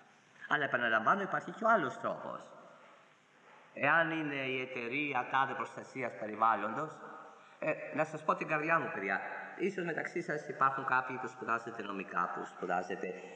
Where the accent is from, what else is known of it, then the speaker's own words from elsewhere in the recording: Greece; Είμαστε Έλληνες